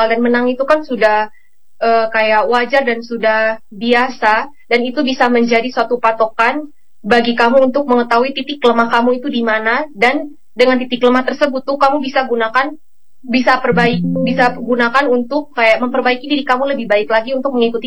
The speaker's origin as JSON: {"language": "Indonesian", "region": "East Nusa Tenggara", "country": "Indonesia", "said": "kan banyak orang yang berpikir kalau misalkan kita orang NTT dibandingkan dengan orang-orang di luar NTT"}